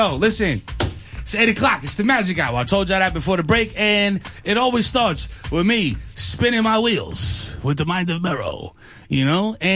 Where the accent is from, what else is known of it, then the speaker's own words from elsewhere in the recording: New York City, New York, United States; moved away; Because I am a son of the Bronx.